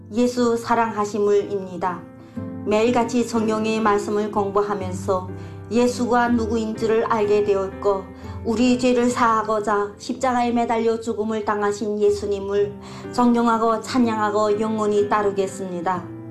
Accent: Ryanggang, North Korea; now in China; 저는 중국에서 살고 있는 양강도에서 온

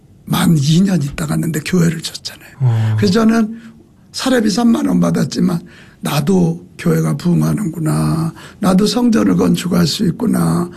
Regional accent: Gongju, South Chungcheong, South Korea; moved away as an adult; also born or lived in Daejeon; now in Seoul, South Korea; 공주가 제 고향이고 제가 고등학교, 대학교를 대전에서 보냈고

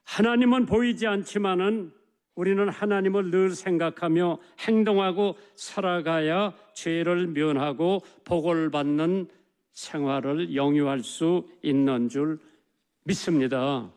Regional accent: South Korea

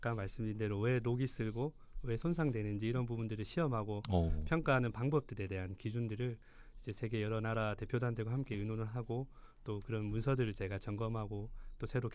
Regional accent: Busan, South Korea; now in Pohang, South Korea; 원래 고향은 부산입니다.

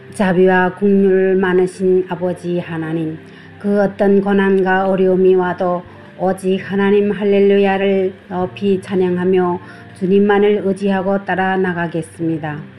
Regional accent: Ryanggang, North Korea; 안녕하세요.

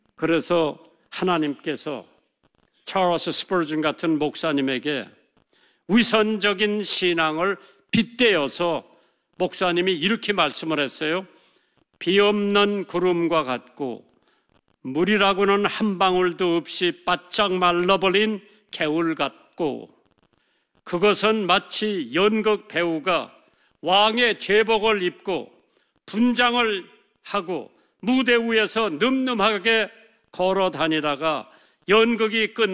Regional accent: South Korea; 우리 한국 사람들은

